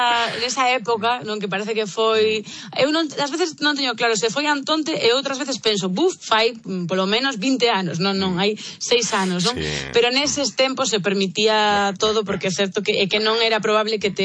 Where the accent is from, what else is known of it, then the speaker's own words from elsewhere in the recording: A Coruña, Galicia, Spain; now in Santiago de Compostela, Spain; neste caso eu son coruñesa, pero levo xa 18 anos vivindo en Compostela, co cal, pois levo os mesmos anos que vivín nunha cidade que a outra.